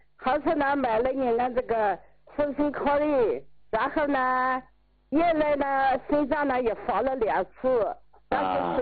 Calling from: Kunming, Yunnan, China; 我是昆明的，我们在昆明西山区。

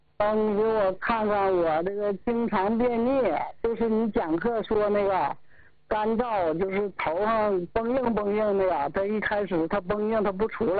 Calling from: Zunhua, Hebei, China; 遵化市的。

